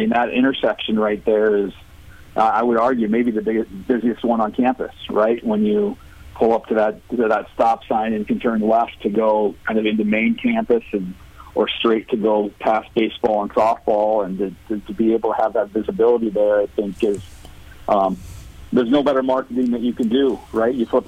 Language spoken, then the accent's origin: English; Blair, Nebraska, United States; So I grew up in just outside of Omaha, town of Blair, Nebraska is my hometown. Still have family in that area, but this part of the country has always been, kind of where I've been.